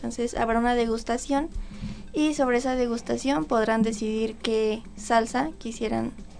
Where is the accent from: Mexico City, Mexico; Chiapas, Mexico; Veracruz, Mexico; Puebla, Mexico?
Mexico City, Mexico; now in Taxco, Mexico; No, soy de la Ciudad de México también.